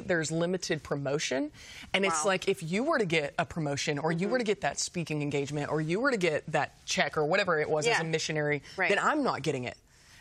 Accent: Texas, United States; I was raised in Texas.

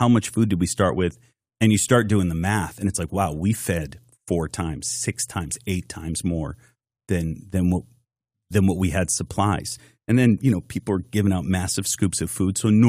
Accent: Massachusetts, United States; And I'm from Massachusetts, so like, I wouldn't have believed it if I didn't see it myself.

